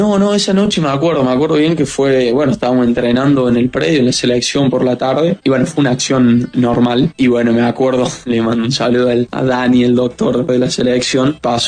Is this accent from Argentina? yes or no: yes; Argentina; yo que me siento tan argentino, tan representado